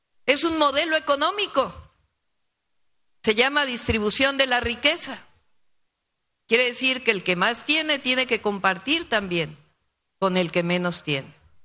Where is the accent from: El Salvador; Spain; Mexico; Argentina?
Mexico